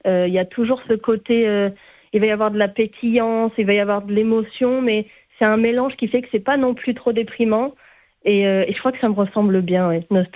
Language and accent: French; Occitanie, France; je viens du Gard